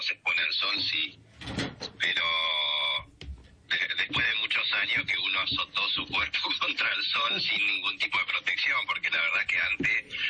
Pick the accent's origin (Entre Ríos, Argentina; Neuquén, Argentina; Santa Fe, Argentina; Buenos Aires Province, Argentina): Entre Ríos, Argentina; Colón; Bueno, pues yo soy de Colón, así que no te puedo responder.